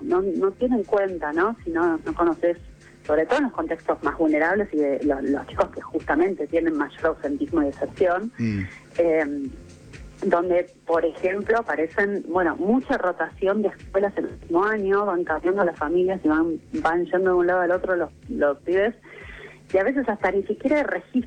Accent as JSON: {"language": "Spanish", "town": "Moreno", "region": "Buenos Aires Province", "country": "Argentina", "said": "En San Miguel no podemos entrar porque somos de Moreno"}